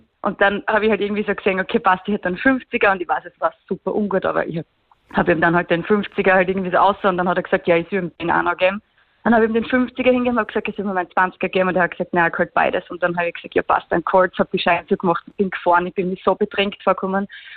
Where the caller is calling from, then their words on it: Weiz District, Styria, Austria; Ich bin aus dem Bezirk Weiz